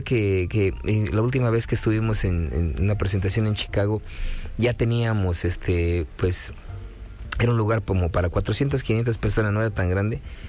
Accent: Ecatepec, State of Mexico, Mexico; yo nací en Santa Clara, Ecatepec.

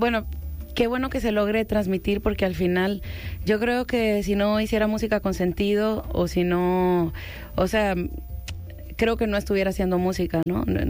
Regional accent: Cuba; born there; Como les conté, yo nací en Cuba, toda mi familia es cubana, en Cuba se acostumbra a inventar nombres

